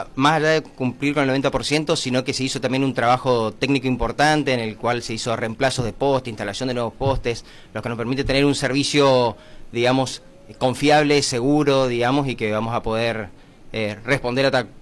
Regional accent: Misiones, Argentina; now in Goya, Argentina; yo soy oriundo puntualmente de Misiones en realidad, pero Misiones, estoy viviendo en Goya hace muchos años.

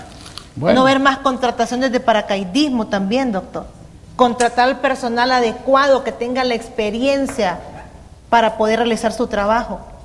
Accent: Honduras

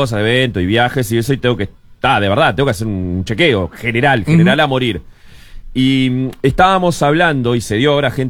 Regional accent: Bella Unión, Artigas, Uruguay; now in Maldonado, Uruguay; Yo, cuando yo nací en la gloriosa República de Bella Unión, ¿no? Que ya lo digo siempre. Nacés. Desde que sos bebé, y después como a los 4 o 5 años te enterás que sos uruguayo.

